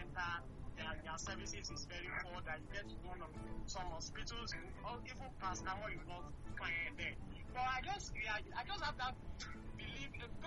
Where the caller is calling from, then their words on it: Eredo, Nigeria; I'm from Eredo.